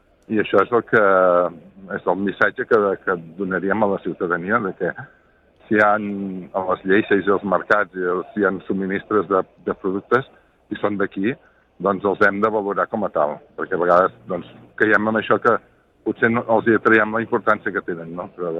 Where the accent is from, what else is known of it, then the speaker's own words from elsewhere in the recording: Catalonia, Spain; que era el responsable de la vinya i sóc del Penedès i bàsicament tinc vinyes